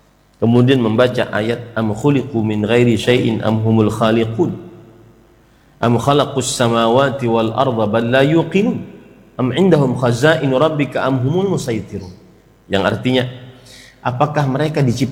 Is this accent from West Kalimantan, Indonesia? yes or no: no; South Kalimantan, Indonesia; now in Barito Kuala, Indonesia; Saya di sebuah daerah, saya dari Kalimantan Selatan, lebih tepatnya lagi tinggal sekarang di Kabupaten Baritokwa.